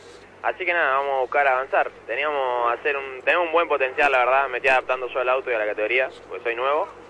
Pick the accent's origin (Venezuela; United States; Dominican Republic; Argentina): Argentina; Río Negro; Vengo de Río Negro